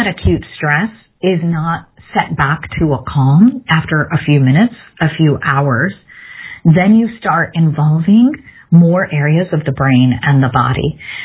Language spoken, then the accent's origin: English; Midwest, United States; growing up in the Midwest